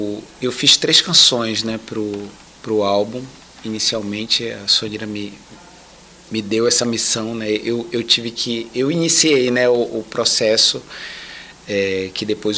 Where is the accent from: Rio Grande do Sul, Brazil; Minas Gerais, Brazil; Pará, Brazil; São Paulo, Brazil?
Pará, Brazil; Belém; born there; o Guamá, que é o meu bairro, né? O bairro onde eu nasci também